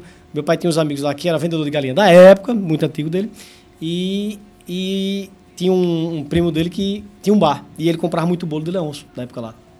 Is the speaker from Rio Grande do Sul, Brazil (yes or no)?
no; Aracaju, Sergipe, Brazil; now in Lagarto, Brazil; Nasci em Aracaju, me criei lá em Aracaju e depois, já rapaz, vim para cá, estudei no Polivalente, segundo ano